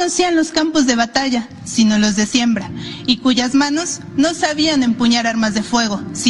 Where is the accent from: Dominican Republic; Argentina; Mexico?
Mexico; todas y todos somos mexicanos y juntos constituimos la soberanía de nuestro país.